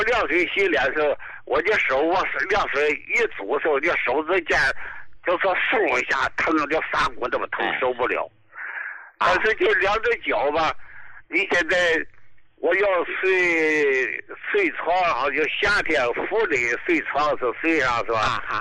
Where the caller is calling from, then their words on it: Dalian, Liaoning, China; 好，我是大连的，那怎么能给我邮来还是怎么弄？